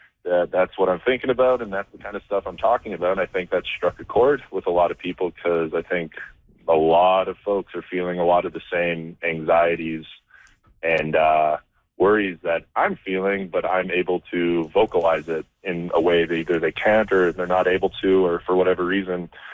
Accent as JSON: {"language": "English", "town": "Edmonton", "region": "Alberta", "country": "Canada", "tie": "born or raised there", "also_born_or_lived": "New York", "said": "I'm from Edmonton, born and raised in Edmonton"}